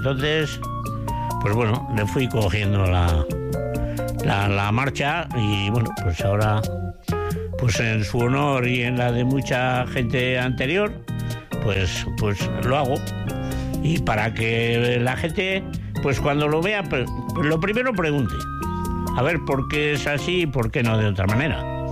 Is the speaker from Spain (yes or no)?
yes; Amurrio, Basque Country, Spain; Yo nací en Amurrio, en un baserri